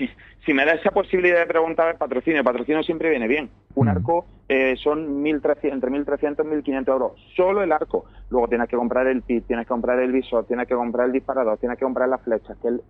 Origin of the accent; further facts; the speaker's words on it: Roquetas de Mar, Andalusia, Spain; como soy de Roquetas